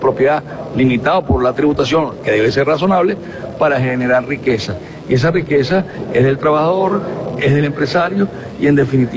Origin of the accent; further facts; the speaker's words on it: Venezuela; Somos venezolanos, somos usuarios, somos consumidores y estamos aquí y queremos un país con condiciones de desarrollo